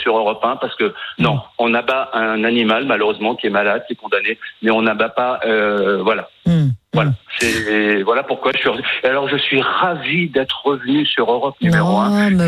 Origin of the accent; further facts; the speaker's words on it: Lyon, Auvergne-Rhône-Alpes, France; Parce que quand ils sont venus, je suis de Lyon...